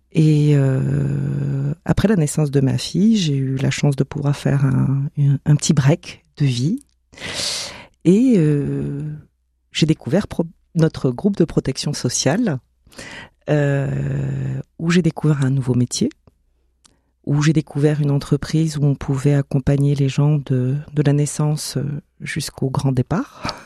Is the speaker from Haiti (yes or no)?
no; Djibouti; moved away as an adult; also born or lived in Somalia; now in France; Alors, moi, je suis née en Somalie. Je suis arrivée en France à l'âge de 18 ans. Auparavant, à Djibouti, j'étais à l'école de la nativité